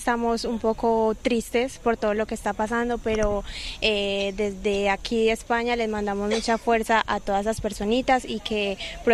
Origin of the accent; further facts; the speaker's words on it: Colombia; como colombiana siempre también me fijo muchísimo como en las personas